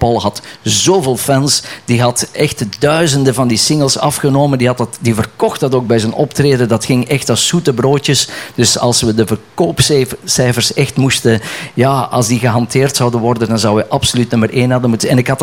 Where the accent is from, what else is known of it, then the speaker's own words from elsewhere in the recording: Essen, Flanders, Belgium; born there; Ja, maar ik woon aan de grens. Ik ben geboren in Essen. En Essen ligt tegen de Nederlandse grens. Roosendaal, Breda, dus helemaal in de kop van België.